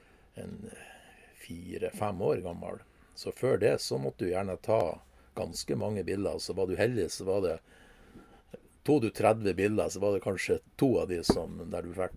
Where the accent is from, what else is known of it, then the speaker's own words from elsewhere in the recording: Korgen, Nordland, Norway; Ja, jeg er jo fra Rennemoen da.